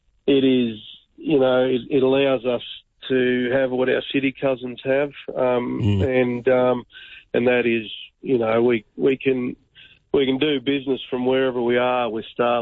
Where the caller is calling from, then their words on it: St George, Queensland, Australia; St George in Western Queensland.